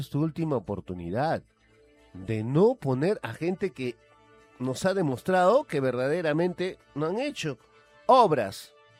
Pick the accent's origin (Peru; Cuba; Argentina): Peru; Huancayo, Junín